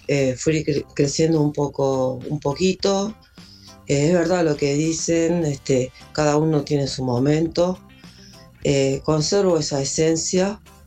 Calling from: Buenos Aires, Argentina; de Paternal.

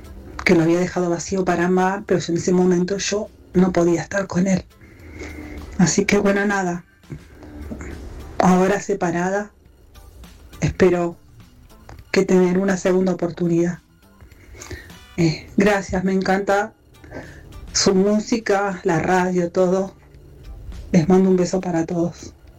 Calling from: Morón, Buenos Aires Province, Argentina; de Morón.

